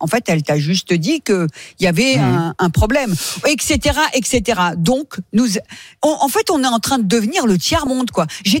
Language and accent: French; France; on a grandi dans cette société, on est français depuis longtemps, on a grandi ici, d'accord, moi dans mes générations.